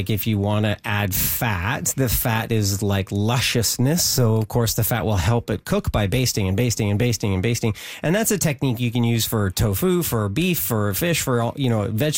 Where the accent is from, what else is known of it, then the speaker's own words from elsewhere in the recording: British Columbia, Canada; born there; BC Day started in 1974, the year after I was born in the Okanagan Valley.